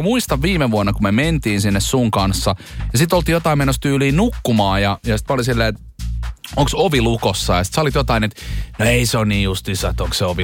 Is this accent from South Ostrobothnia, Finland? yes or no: no; Vantaa, Uusimaa, Finland; mä oon kotoisin Vantaalta Myyrmäestä, joka on silleen, että se on aika lähiö